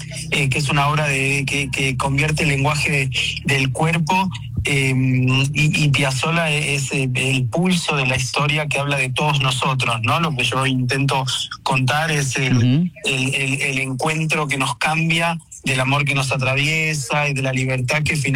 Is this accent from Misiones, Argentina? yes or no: no; Córdoba, Argentina; una alegría inmensa siempre estar en Córdoba. Mi nieta es de Monte Maíz, así que imagínate que pasé toda mi infancia aquí en Córdoba. Por eso digo que la siento mi segunda casa.